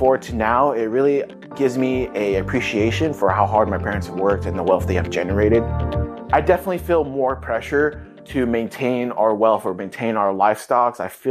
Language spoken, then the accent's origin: English; Fresno, California, United States; I grew up in Fresno, California, the Central Valley. My parents arrived in the late 1980s. We're immigrants from Vietnam. We came after we lost the war.